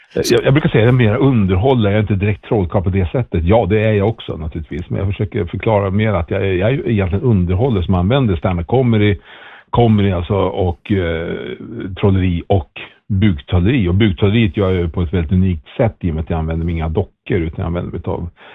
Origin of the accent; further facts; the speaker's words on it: Norrland, Sweden; Jag är själv norrlänning